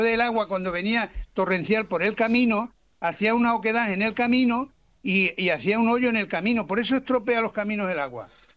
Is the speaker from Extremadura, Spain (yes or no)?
yes; Robledillo de Gata, Extremadura, Spain; Aquí, bueno, voy a yo soy de Robledillo de Gata.